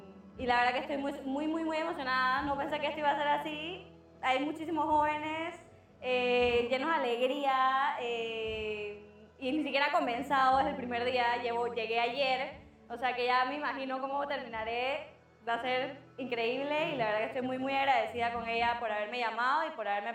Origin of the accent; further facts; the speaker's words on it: Panama; vengo de Panamá, tengo 28 años.